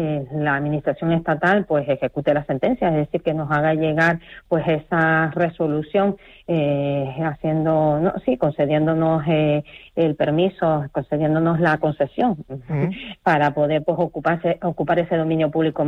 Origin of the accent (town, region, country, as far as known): Los Silos, Canary Islands, Spain